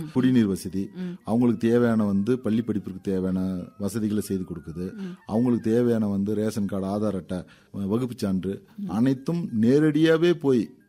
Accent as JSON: {"language": "Tamil", "region": "Tamil Nadu", "country": "India", "tie": "born or raised there", "lives_now": "Kodaikanal, India", "said": "நான் வந்து என்னுடைய சொந்த மாவட்டம் வந்து தருமபுரி மேடம். நான் வந்து இங்க கொடைக்கானலுக்கு வந்து 15 ஆண்டுகளாக வந்து கிராம நிர்வாகராக பணிபுரிந்து வருகிறேன்."}